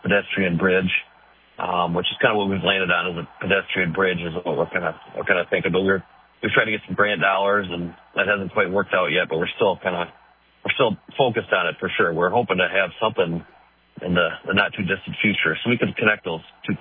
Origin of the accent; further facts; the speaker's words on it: Zeeland, Michigan, United States; when I was a kid growing up in Zeeland, you could take your bike across the business loop, and it wasn't busy, but it wasn't too bad.